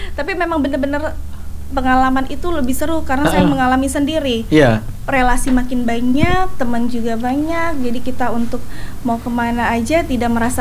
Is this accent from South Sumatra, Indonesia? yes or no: yes; Palembang, South Sumatra, Indonesia; di daerah saya, Kota Palembang